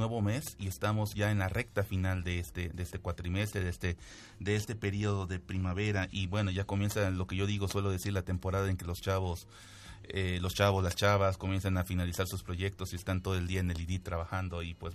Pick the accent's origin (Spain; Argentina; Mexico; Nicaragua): Mexico; Yucatán; now in Puebla, Mexico; No es como en mi tierra en Yucatán que llegamos a los 40